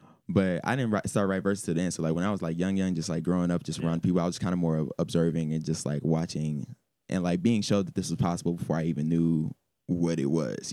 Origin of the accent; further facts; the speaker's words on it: California, United States; Me and my brother, growing up in Cali